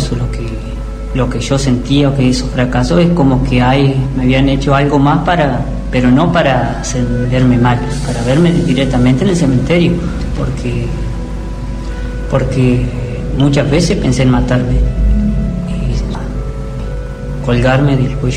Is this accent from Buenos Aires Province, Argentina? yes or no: no; Alvear, Corrientes, Argentina; soy de Alvear.